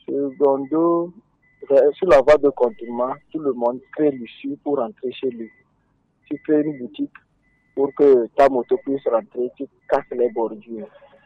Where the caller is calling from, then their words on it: Lomé, Maritime, Togo; J'appelle de Legbacito